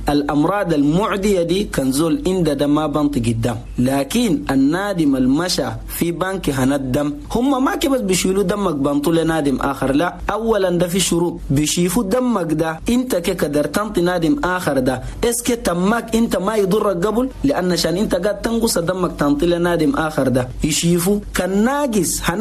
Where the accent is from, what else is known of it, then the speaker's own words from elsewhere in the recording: Chad; نقول لاخواننا المواطنين جميعا في بلدنا تشاد